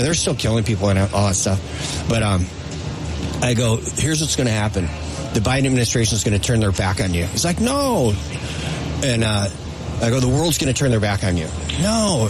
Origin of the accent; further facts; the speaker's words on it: Wisconsin, United States; I'm from Wisconsin